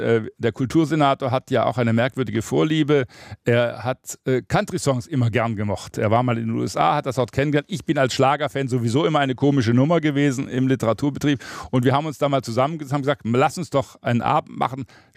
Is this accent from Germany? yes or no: yes; Swabia, Germany; moved away; Ich komme aus Schwaben, bin also von pietistischem Fleiß geprägt.